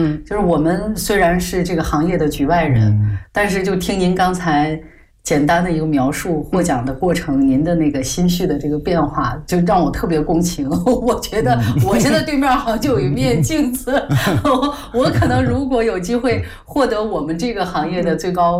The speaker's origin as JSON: {"language": "Chinese", "region": "Shanxi", "country": "China", "said": "因为我是山西人，就是等于是山西晋南和您说的保水村等于是接壤的地"}